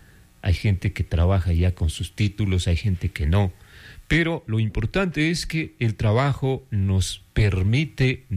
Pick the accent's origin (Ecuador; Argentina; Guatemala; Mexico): Ecuador